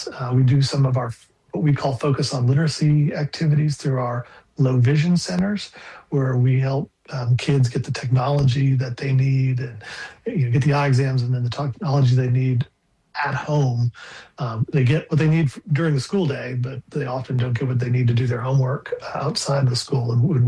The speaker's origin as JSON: {"language": "English", "region": "Minnesota", "country": "United States", "tie": "born or raised there", "said": "Yeah, so I grew up in Minnesota."}